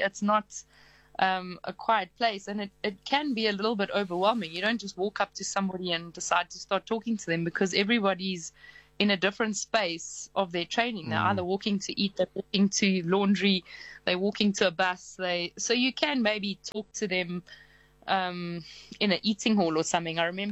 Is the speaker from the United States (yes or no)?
no; Pretoria, Gauteng, South Africa; also born or lived in Johannesburg; Yeah, I was actually born in Joburg, and I grew up mainly in Pretoria. So I'm here now.